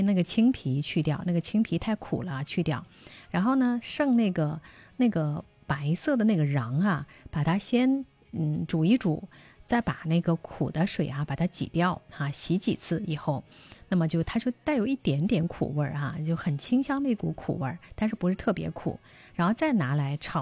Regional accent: Jiangxi, China; now in Dongguan, China; 我们江西人，我们当地呢就是非常的喜欢，用这个柚子皮

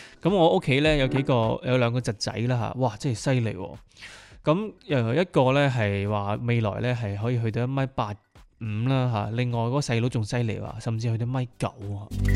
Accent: Dongguan, Guangdong, China; 以前话我哋南即系话南方人啊，我哋东莞啊，我哋广东人啊，生唔高系咪？

